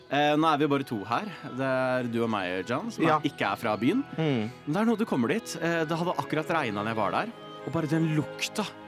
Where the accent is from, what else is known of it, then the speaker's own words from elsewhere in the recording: Nittedal, Akershus, Norway; Jeg var hjemme i Nittedal, der hvor jeg har vokst opp, for å feire bursdagen min i helgen.